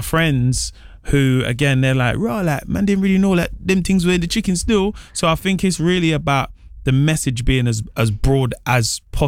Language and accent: English; London, United Kingdom; I come from London. I grew up in a working class environment on an estate